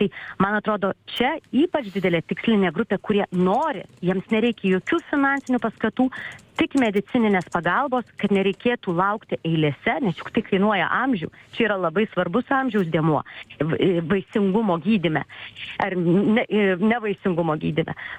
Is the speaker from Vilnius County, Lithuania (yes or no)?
yes; Vilnius, Vilnius County, Lithuania; aš esu Vilnietė, mano laikais jis nebuvo kvestionuojamas, tu eini į tą mokyklą, kuri tau priskirta.